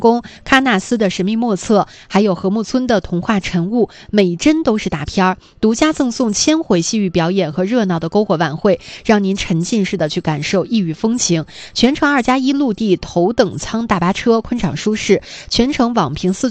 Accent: Haikou, Hainan, China; 在我们海口好好的来逛一逛，玩一玩，吃一吃哈，感受一下我们海口人的热情

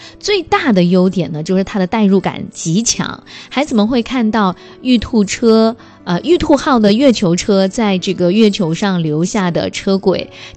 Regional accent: China; 更是我们中国人正在一步步抵达的真实的远方。

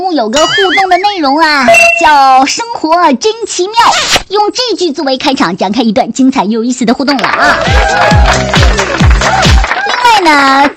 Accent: Northeast China, China; now in Hainan, China; 小时候在东北是经常见这玩意儿的

